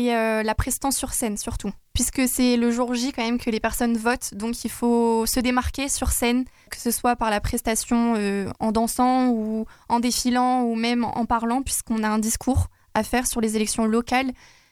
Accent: Loos, Hauts-de-France, France; dans ma ville natale, puisque j'ai beaucoup vécu, enfin, j'ai vécu presque toute mon enfance à Loos, à côté de Lille.

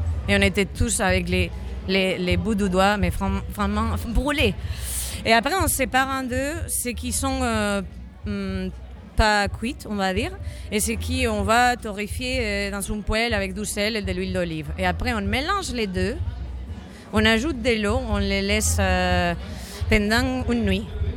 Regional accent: Spain; French is a second language; now in France; Moi, je viens de l'Espagne, du centre de l'Espagne.

